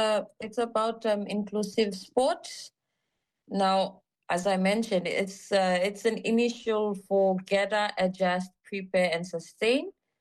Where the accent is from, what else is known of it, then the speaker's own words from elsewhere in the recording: Papua New Guinea; we're going all the way back to my home country, Papua New Guinea, for the OFC Under-16 Men's Championship Finals.